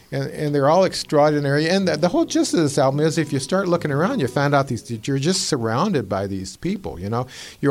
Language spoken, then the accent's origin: English; Minnesota, United States; And this lady, you know, we're from Minnesota, so we're nice.